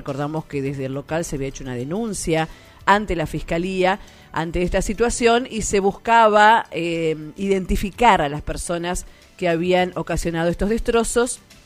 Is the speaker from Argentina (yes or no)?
yes; Argentina; todos como argentinos